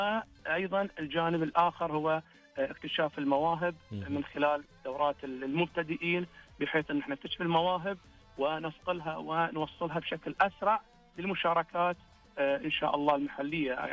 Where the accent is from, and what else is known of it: Saudi Arabia